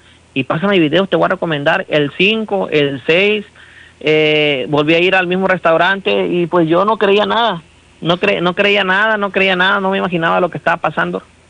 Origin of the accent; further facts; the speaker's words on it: Pijijiapan, Chiapas, Mexico; born there; Nunca se me ha dado la oportunidad de tocar en mi pueblo, ni cuando tocaba con la banda corceleña de Tuxtla Gutiérrez, tocaba con un norteño aquí en mi pueblo que se llama